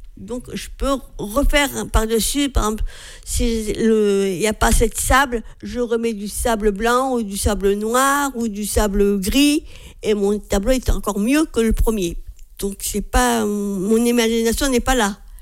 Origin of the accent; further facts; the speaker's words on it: Morocco; born there; Je suis née au Maroc, donc je sais qu'il y a des maisons marocaines.